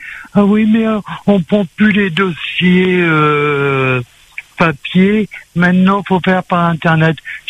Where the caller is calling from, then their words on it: Saint-Denis, Réunion; parce que j'habite au Chaudron, juste à côté de la place du marché